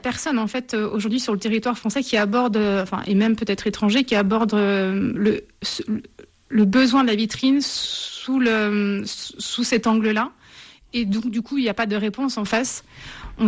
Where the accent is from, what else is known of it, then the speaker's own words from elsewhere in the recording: Dijon, Bourgogne-Franche-Comté, France; born there; also born or lived in Paris; j'ai quitté Paris et c'est ce grand groupe en 2021 post-Covid. Je suis revenue m'installer à Dijon, ma ville natale